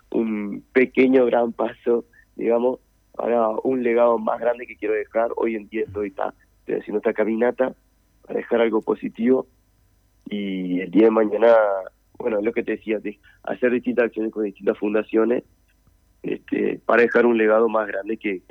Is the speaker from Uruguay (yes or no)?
yes; Fray Bentos, Río Negro, Uruguay; now in Montevideo, Uruguay; yo soy fragmentino, si bien estoy viviendo en Montevideo, yo soy de Fragmentos